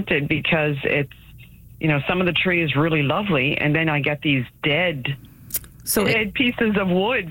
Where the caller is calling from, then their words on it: Fredericton, New Brunswick, Canada; I'm calling from Fredericton.